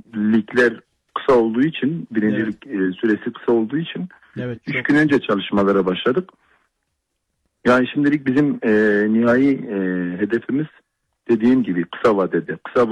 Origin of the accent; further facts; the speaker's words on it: Mardin, Turkey; Mardin'le daha doğrusu dört büyük takımın içinde Trabzon taraftarı en çok olan şehirlerden biriyiz.